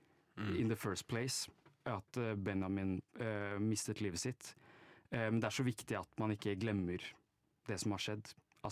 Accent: Oslo, Norway; jeg er fra Holmlia.

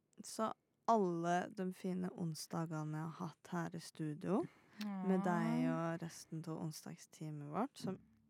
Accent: Northern Norway, Norway; moved away

